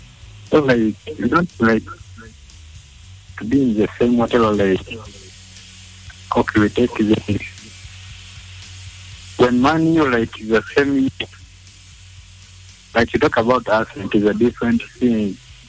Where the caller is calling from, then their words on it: Chania, Crete, Greece; I'm calling from Chania.